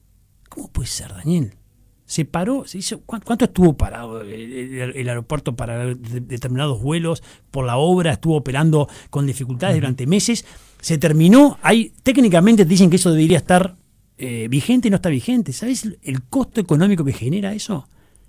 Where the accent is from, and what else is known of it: Uruguay